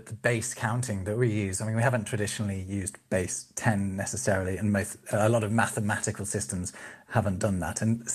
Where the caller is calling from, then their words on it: Berlin, Germany; Yeah, I am. I'm joining you from Berlin.